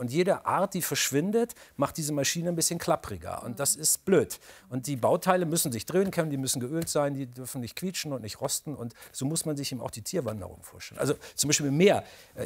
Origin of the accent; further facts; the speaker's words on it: Hamburg, Germany; Ich bin ja Norddeutscher, ich bin ja Hamburger